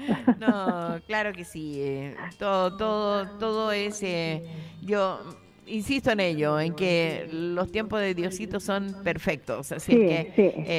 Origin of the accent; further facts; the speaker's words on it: Santa Cruz, O'Higgins, Chile; born there; saludos a Santa Cruz, mi ciudad natal.